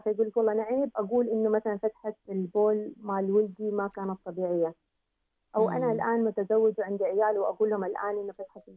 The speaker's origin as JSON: {"language": "Arabic", "country": "Oman", "said": "يعني تعرفين إحنا كمجتمع عماني ما زلنا يعني مجتمع ناضج صغير"}